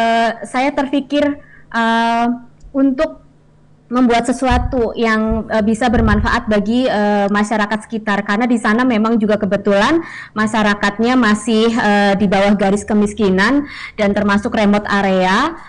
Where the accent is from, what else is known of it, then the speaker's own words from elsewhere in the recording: Brebes, Central Java, Indonesia; born there; di sebuah desa di tanah kelahiran saya di Brebes